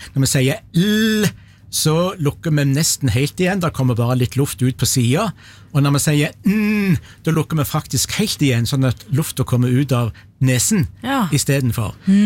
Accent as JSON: {"language": "Norwegian", "town": "Egersund", "region": "Rogaland", "country": "Norway", "said": "men i Egersund, der jeg kommer ifra"}